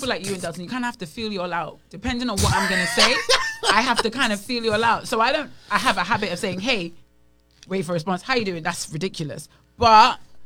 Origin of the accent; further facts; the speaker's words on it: United Kingdom; I said I'm British.